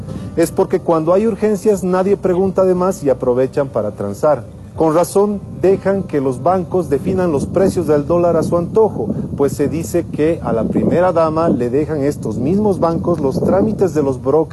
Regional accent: Bolivia; los bolivianos no olvidamos que, de 2005 a 2019, es decir, en 14 años, no faltaban combustibles, ni dólares, ni trabajo

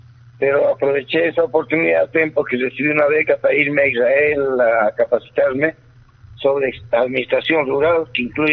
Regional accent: Huancayo, Junín, Peru; moved away as an adult; now in Huánuco, Peru; Huancayo, mi tierra linda

